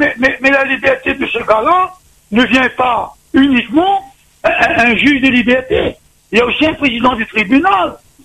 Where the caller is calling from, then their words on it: Réunion; Je suis ici à La Réunion.